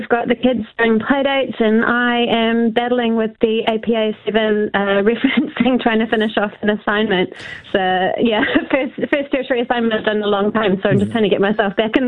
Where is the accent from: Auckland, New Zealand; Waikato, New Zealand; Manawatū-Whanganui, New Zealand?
Auckland, New Zealand; I grew up around in East Auckland